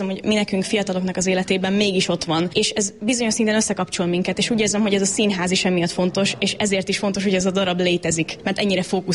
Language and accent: Hungarian; Oradea, Bihor, Romania; first language Hungarian; az, hogy mi magyar emberek vagyunk, az, hogy ide tartozunk, úgy, hogy nem mindenhol beszélhetjük az anyanyelvünket